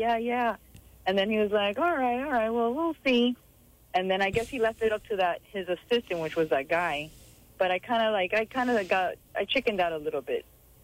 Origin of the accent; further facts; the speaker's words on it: Miami, Florida, United States; I grew up in the 80s. I'm from Miami.